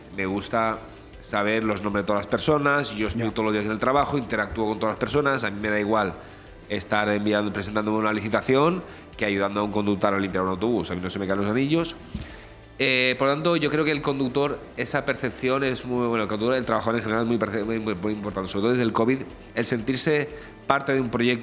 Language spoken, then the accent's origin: Spanish; Benidorm, Valencian Community, Spain; Yo, ¿dónde voy? Vamos, muy orgulloso de decir que soy de Benidorm.